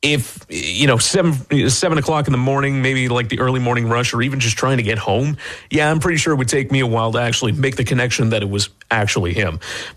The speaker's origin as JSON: {"language": "English", "town": "Toronto", "region": "Ontario", "country": "Canada", "tie": "born or raised there", "said": "I grew up in Toronto myself."}